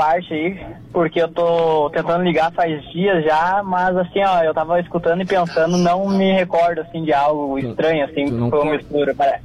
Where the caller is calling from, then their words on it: São Leopoldo, Rio Grande do Sul, Brazil; Tô falando aqui de São Leopoldo.